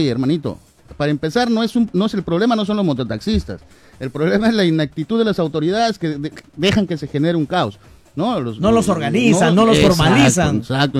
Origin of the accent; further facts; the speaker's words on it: Piura, Peru; Soy un piurano como tú